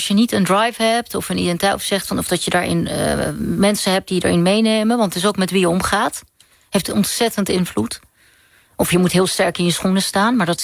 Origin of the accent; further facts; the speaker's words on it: The Hague, South Holland, Netherlands; Ja, en daarna zei ik altijd, ik ben geen Nederlander, maar wel een Hagenees. Dus ik heb wel verschillende invloeden en verschillende identiteiten.